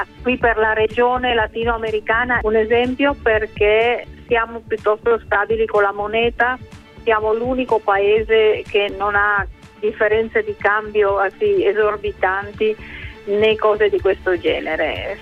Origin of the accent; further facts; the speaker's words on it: Milan, Lombardy, Italy; moved away as an adult; now in Paraguay; noi siamo di Milano, per spiegare, Milano città, quindi cittadini